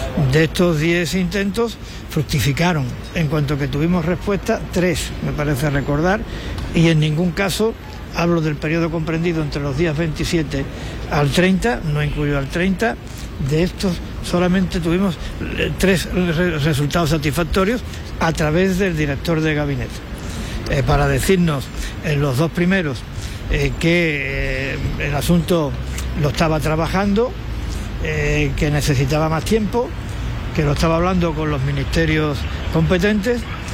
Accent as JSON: {"language": "Spanish", "region": "Ceuta", "country": "Spain", "said": "lo digo como ceutí y lo digo como español."}